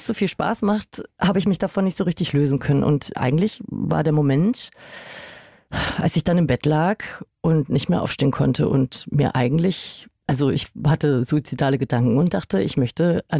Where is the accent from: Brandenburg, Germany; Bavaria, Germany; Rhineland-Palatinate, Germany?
Bavaria, Germany; Weiden in der Oberpfalz; born there; Ja, mein Papa kommt daher. Ich habe da nie gewohnt, aber ich bin geboren in Weiden in der Oberpfalz.